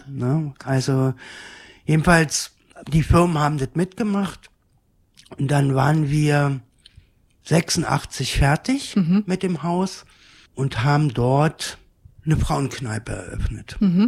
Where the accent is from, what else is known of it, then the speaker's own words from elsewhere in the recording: Berlin, Germany; born there; Also ich bin in Berlin-West geboren.